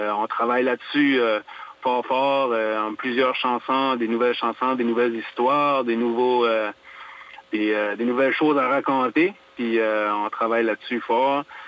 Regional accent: Canada; on est acadien, mais on a beaucoup d'influence anglais aussi

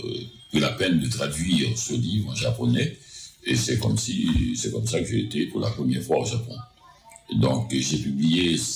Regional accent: Petit-Goâve, Ouest, Haiti; Parce que là où je vivais, j'ai passé mon enfance à Petit Gouave, il y avait des marais autour

